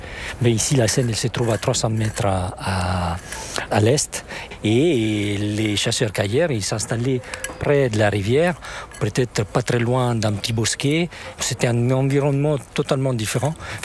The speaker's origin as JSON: {"language": "French", "country": "Italy", "second_language": "French", "moved": "as an adult", "lives_now": "France", "said": "je suis un archéologue italien, mais j'habite en France depuis pas mal d'années."}